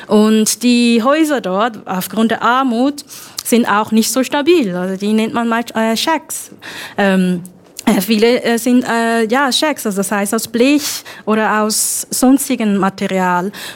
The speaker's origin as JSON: {"language": "German", "region": "Zurich", "country": "Switzerland", "tie": "born or raised there", "lives_now": "Bayreuth, Germany", "said": "Also ich bin aus Zürich, im Zürcher Unterland aufgewachsen."}